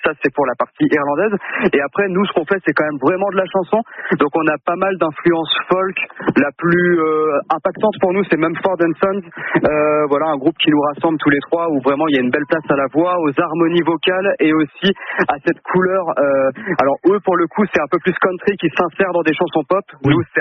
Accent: Brittany, France; on a tout le bagage en tant que breton, en fait on a grandi dans les musiques celtiques, bretonnes, irlandaises

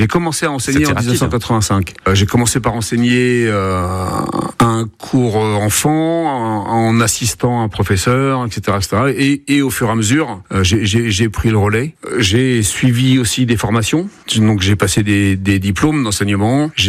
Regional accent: Normandy, France; Moi, je suis issu de la Normandie

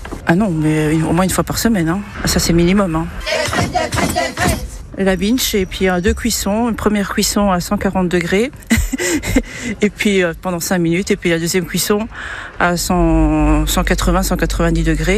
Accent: Luxembourg; Et nous venons de Luxembourg. Très joli pays que pas beaucoup de personnes visitent, malheureusement.

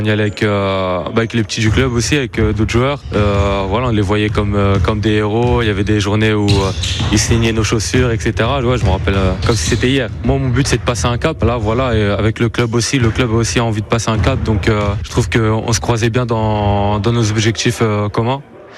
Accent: Sully-sur-Loire, Centre-Val de Loire, France; now in Orléans, France; J'ai grandi à Sully, puis après, voilà, pour progresser, j'ai été obligé de venir sur Orléans.

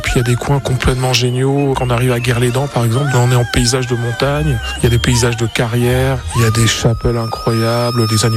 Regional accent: Guingamp, Brittany, France; now in Quimper, France; Je suis de Guingamp et j'adore parce que c'est une ville assez joyeuse avec un humour très gaulois prononcé, un goût de l'autodérision

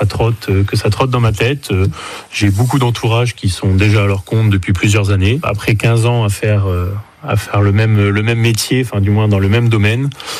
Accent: Saint-Lô, Normandy, France; Non, bah, nous, on est de Saint-Lô depuis tout jeune. Donc voilà, on sait ce qui est déjà en place à Saint-Lô, on sait ce qui peut manquer aussi.

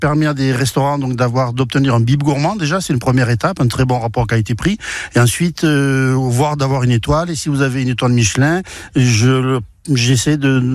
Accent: Occitanie, France; also born or lived in Port-Vendres; c'était jouer au football avec les copains catalans, alors que moi, je venais de l'Aveyron et d'ailleurs.

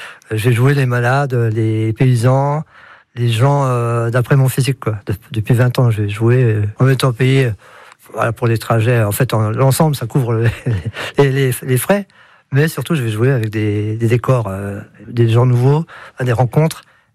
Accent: Montbéliard, Bourgogne-Franche-Comté, France; born there; also born or lived in Lorraine / Audincourt; now in Taillecourt, France; Je suis né à Montbéliard avec des allers-retours en Lorraine.

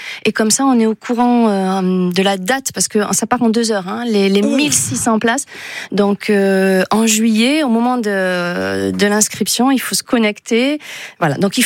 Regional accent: France; je suis originaire de Garassi

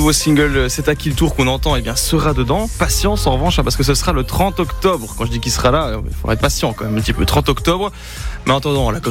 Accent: Bourgogne-Franche-Comté, France; accent: Franche-Comté; Moi, mon accent me trahit. Voilà, je sais que je viens de Franche-Comté, c'est comme ça.

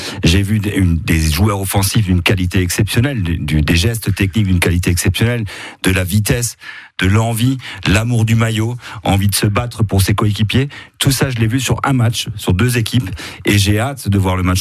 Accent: France; Moi je suis français.

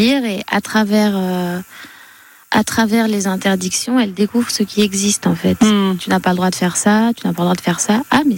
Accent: Reims, Grand Est, France; moved away as an adult; now in Paris, France; J'ai passé toute ma vie à Reims jusqu'à être acceptée au conservatoire. Donc je suis à Paris depuis 4 ans maintenant.

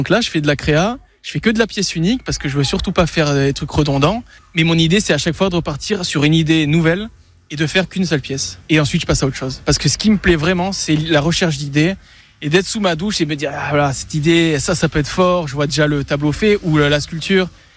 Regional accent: Nice, Provence-Alpes-Côte d'Azur, France; Quand tu passes le Var en tant que niçois, ben c'est un peu dur, quoi.

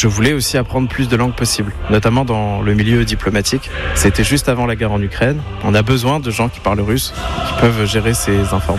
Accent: La Chapelle-d'Armentières, Hauts-de-France, France; je viens de la chapelle d'Armentières.

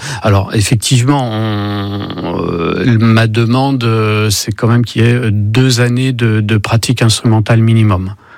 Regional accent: Châteauroux, Centre-Val de Loire, France; moved away as an adult; also born or lived in Paris / Brussels / Berlin; Je suis né à Châteauroux, voilà, je suis Castelroussin, j'ai fait mes études au conservatoire de Châteauroux.

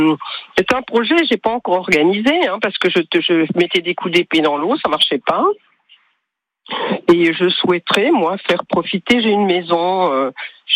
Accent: Grand Est, France; born there; also born or lived in Paris / Besançon; À la base de naissance, je suis alsacienne.

